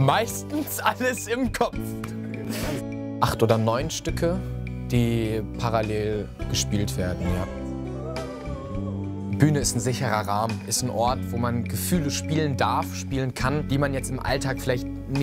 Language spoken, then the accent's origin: German; Wiesbaden, Hesse, Germany; ich bin 20 Jahre alt, aufgewachsen in Wiesbaden-Nornstadt.